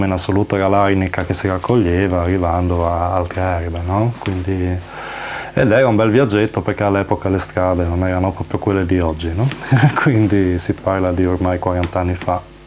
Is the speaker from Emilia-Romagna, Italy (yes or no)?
no; Comeglians, Friuli-Venezia Giulia, Italy; now in Sauris, Italy; sono un collega di David, originario non sono di Sauris, ma realmente di Gavascreta Comelians, quindi altra valle più in là